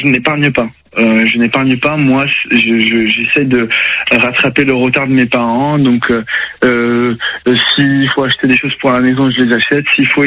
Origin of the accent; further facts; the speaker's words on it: Italy; first language Italian; French is a second language; fait une école d'arabe quand j'étais en Italie, donc je sais lire et écrire l'arabe. L'italien, c'est ma langue maternelle. L'anglais, je l'ai appris depuis l'école maternelle.